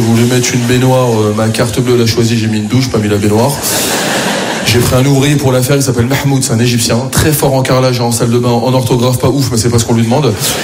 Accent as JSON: {"language": "French", "country": "France", "said": "Non, je suis fier de mes origines et je suis fier d'être français, moi aussi."}